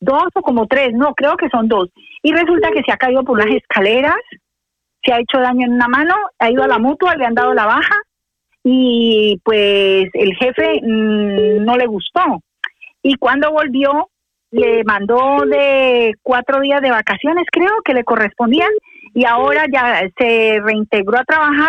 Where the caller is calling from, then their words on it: Madrid, Community of Madrid, Spain; llamo de Vallecas.